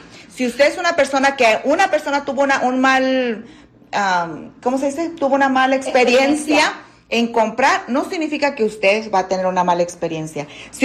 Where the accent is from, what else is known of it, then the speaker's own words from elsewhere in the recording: Michoacán, Mexico; No, soy de Michoacán.